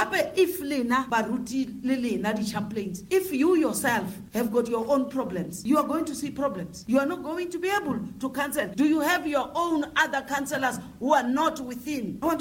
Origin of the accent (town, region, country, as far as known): South Africa